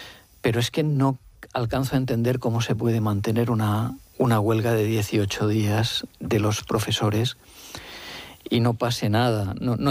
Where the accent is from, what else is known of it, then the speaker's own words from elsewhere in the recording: Alicante, Valencian Community, Spain; y soy alicantino, o sea, valenciano.